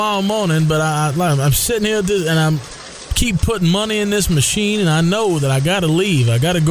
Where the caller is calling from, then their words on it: Mississippi, United States; I'm from Mississippi. I'm up here on vacation right now